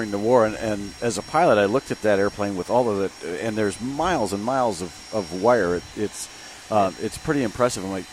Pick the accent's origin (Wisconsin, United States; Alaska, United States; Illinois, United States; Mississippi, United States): Alaska, United States; I'm from Alaska